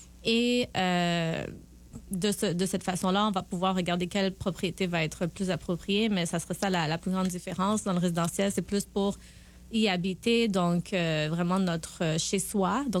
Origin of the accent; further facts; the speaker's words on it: Montreal, Quebec, Canada; also born or lived in Seychelles; je suis Seychelloise. Je suis née aux îles Seychelles et okay. J'ai immigré ici avec ma famille. Donc, j'ai grandi à Montréal. Donc, je suis un produit de la loi 101 aussi.